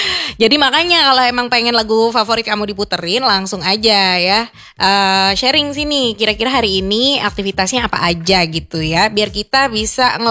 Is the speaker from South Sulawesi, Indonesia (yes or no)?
no; Jakarta, Indonesia; aku orang Betawi ya.